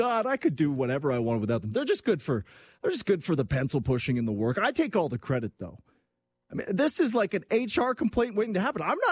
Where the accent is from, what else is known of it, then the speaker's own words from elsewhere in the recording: Quebec, Canada; But to bring it back to how much growing up in Quebec meant to me, we were spoiled with sports stars.